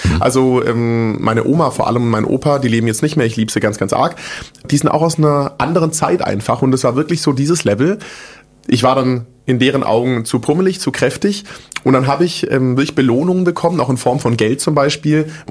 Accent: Großbottwar, Baden-Württemberg, Germany; born there; also born or lived in Stuttgart / Frankfurt; ich bin in Stuttgart geboren, bei so einem Kaff aufgewachsen, das heißt Großbottwar. Mhm. Also will ich da wohnen, was wohnen da 10, 15.000 Leute vielleicht. Bin da mit meiner Family groß geworden, bis ich 10 war.

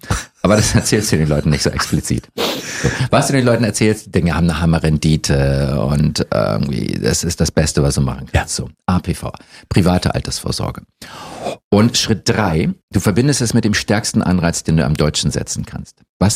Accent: Norderstedt, Schleswig-Holstein, Germany

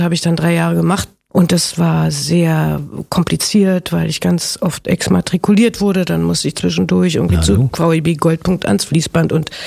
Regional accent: Berlin, Germany; aber auf jeden Fall sind wir sehr nah voneinander und auch vom Stadion in der Alten Försterei aufgewachsen.

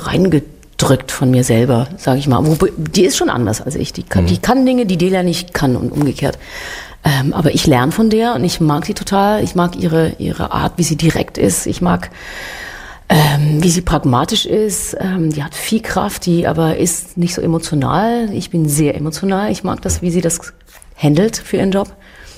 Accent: Switzerland; auch bei uns in der Schweiz jetzt gerade, blase ich mich gerne mal auf, weil wir Schweizer sind ja sonst so bescheiden

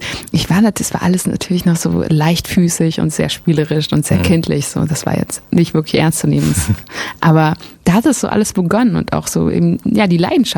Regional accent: Germany; first language German

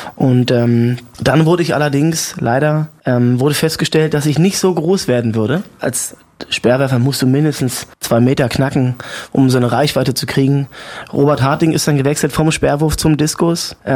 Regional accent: Cottbus, Brandenburg, Germany; Ja, ich bin ja auch in Cottbus aufgewachsen, ne? Mit 2 Jahren. Bis zu meinem 13. Lebensjahr habe ich die Straßen unsicher gemacht. In Neuschmelwitz, Altschmelwitz. Ich bin ja in Altschmelwitz aufgewachsen.

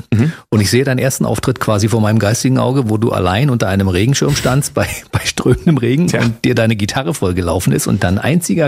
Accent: Berlin, Germany; Wir sind ja beide Berliner. Ich komme aus dem Osten

